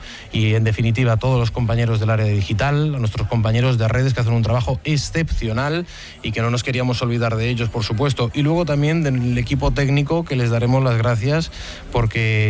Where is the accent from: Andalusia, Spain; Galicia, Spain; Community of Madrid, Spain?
Galicia, Spain; Yo soy gallego.